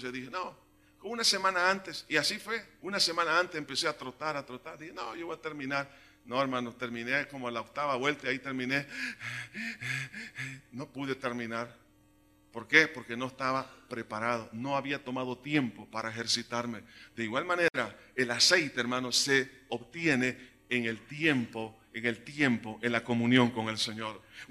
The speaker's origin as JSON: {"language": "Spanish", "country": "El Salvador", "said": "no progresamos, hermanos, como salvadoreños"}